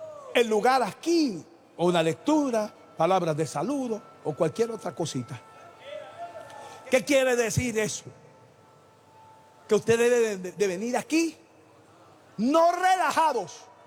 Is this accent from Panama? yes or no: yes; Panama; Yo soy el panameño.